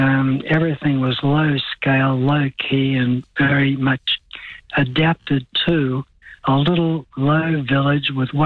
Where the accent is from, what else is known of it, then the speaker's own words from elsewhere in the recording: Gladstone, Queensland, Australia; also born or lived in Brisbane / Castlecrag; when I came down from Brisbane, actually from further north in Gladstone, with my parents who bought a block of land in Castle Craig and built a home there with an architect.